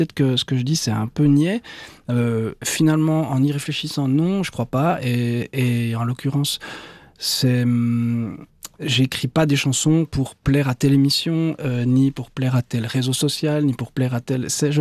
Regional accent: Porrentruy, Jura, Switzerland; Est-ce qu'on me regarde de haut parce que je suis de Porrentruy?

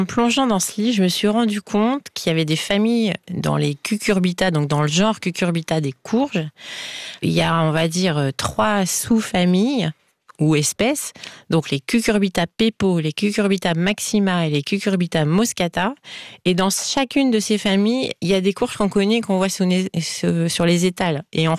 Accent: Grenoble, Auvergne-Rhône-Alpes, France; je viens de Grenoble

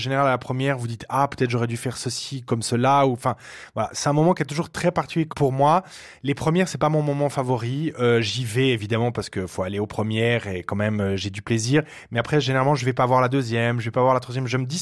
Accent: Bern, Switzerland; born there; Et donc, ma maman a dû accoucher à l'hôpital de Lille à Berne. Et donc, je suis né à Berne.

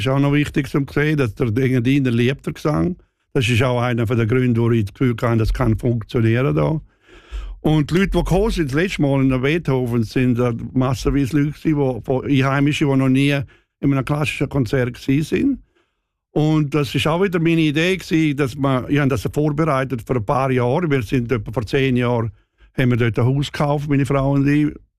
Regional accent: Chur, Graubünden, Switzerland; moved away as an adult; now in San Francisco, United States; In einen Ort, wo ich immer noch lebe. Oder? Ich bin immer noch Churer und Bündner.

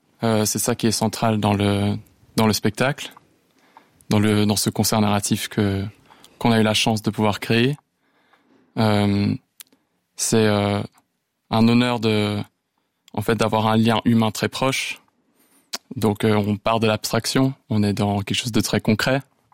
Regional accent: Switzerland; Mes parents, ils viennent hors de Suisse. Donc, alors certes, j'ai grandi en Suisse

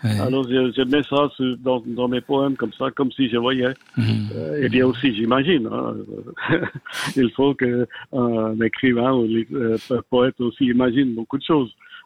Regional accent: Geneva, Switzerland; born or raised there

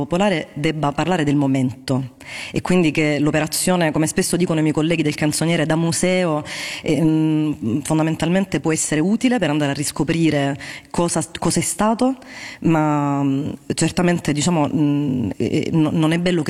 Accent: Apulia, Italy; first language Salentino; quelli della lingua salentina, che io considero la mia lingua madre

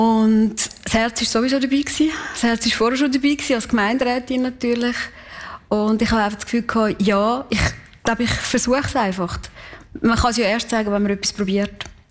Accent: Kaltbrunn, St. Gallen, Switzerland; born or raised there

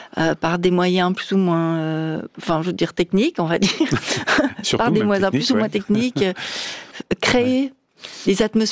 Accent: Lausanne, Vaud, Switzerland; Je pense que c'est parce qu'on est de Lausanne, on vit à Lausanne, on a le lac et cette beauté incroyable

